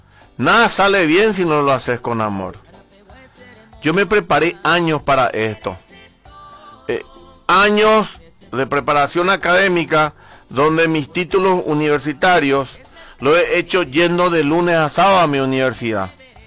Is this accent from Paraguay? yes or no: yes; Paraguay; Yo en suelo paraguayo, siendo paraguayo